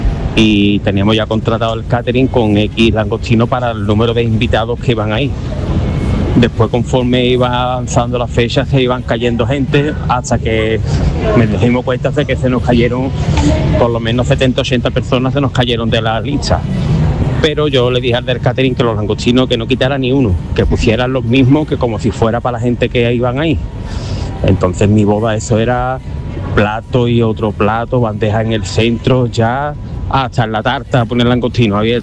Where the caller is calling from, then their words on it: Sanlúcar de Barrameda, Andalusia, Spain; de Sanlúcar, te hablo desde Córdoba. Llevo aquí desde el día 2 y me voy mañana.